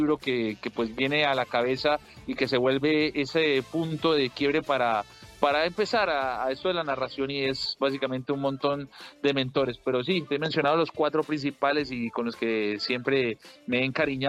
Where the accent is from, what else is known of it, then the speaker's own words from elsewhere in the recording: Bogotá, Colombia; now in Panama; Bogotano, 100% capitalino, orgullosamente capitalino